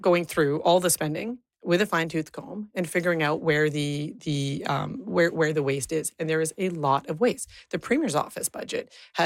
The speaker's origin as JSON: {"language": "English", "region": "British Columbia", "country": "Canada", "said": "together as British Columbians"}